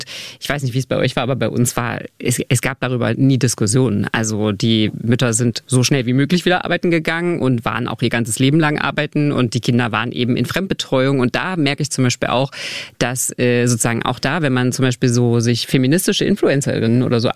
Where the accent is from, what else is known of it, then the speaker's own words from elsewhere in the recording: Magdeburg, Saxony-Anhalt, Germany; Ich bin ja auch in Magdeburg groß geworden.